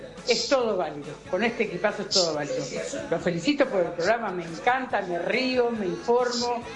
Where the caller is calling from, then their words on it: Carlos Casares, Buenos Aires Province, Argentina; de Carlos Casares